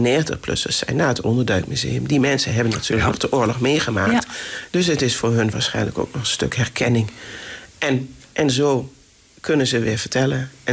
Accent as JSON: {"language": "Dutch", "town": "Borculo", "region": "Gelderland", "country": "Netherlands", "tie": "born or raised there", "said": "Ik zelf ben van oorsprong, kom ik uit Borculo."}